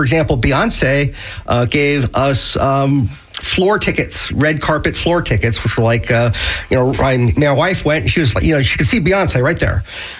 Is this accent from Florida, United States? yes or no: yes; Miami, Florida, United States; moved away as an adult; So I grew up in Miami. Was a like a typical 18-year-old, moved out of Miami when I was 18 and went to college.